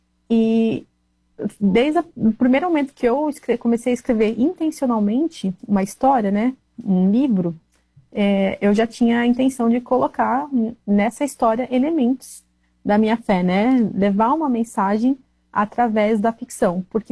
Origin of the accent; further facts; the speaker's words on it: South Region, Brazil; moved away as an adult; now in North Region, Brazil; eu sou do Sul. Aí nesse tempo eu mudei pro Norte